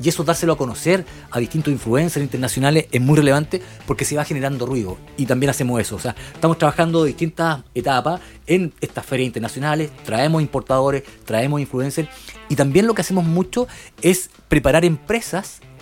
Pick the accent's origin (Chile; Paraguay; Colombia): Chile; pero yo, que no soy de la región, pero soy de Chile